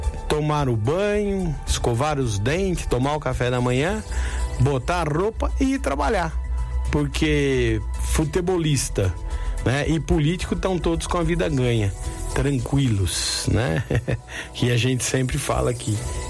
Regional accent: Brazil; a gente é brasileiro acima de tudo

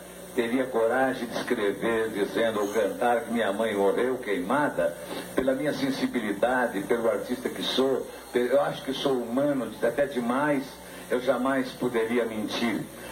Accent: Porto Alegre, Rio Grande do Sul, Brazil; Então, eu fui me registrar em Porto Alegre, de qualquer maneira, eu sou porto-alegrense, né?

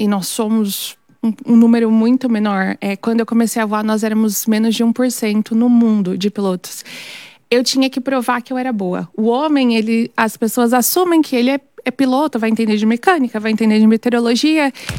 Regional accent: Mauá, São Paulo, Brazil; Eu sou de Mauá.

